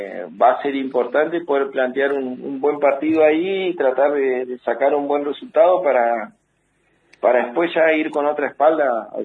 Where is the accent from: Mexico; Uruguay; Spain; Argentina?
Argentina; Fontana, Chaco; para los que somos de Fontana toda la vida es medio raro, viste, que haya un Fontana B, sí.